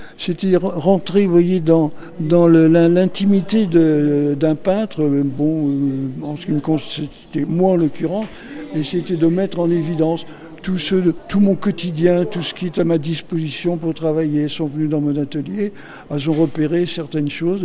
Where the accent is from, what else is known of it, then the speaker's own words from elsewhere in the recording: La Roche-sur-Yon, Pays de la Loire, France; moi je suis natif de La Roche-sur-Yon